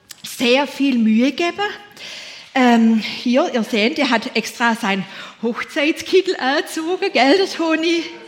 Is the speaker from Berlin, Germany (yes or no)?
no; Baden-Württemberg, Germany; Jetzt, bei uns im Schwabenland, da drauf tät ich schon gar wieder, da sind alle Mädchen schön.